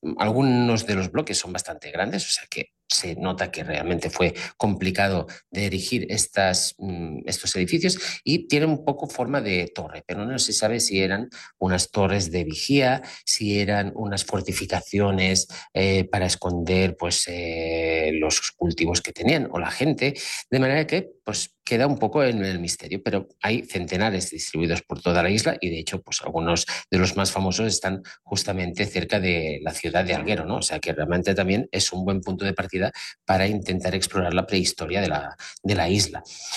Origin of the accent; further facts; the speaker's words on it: Catalonia, Spain; para la gente que somos de Cataluña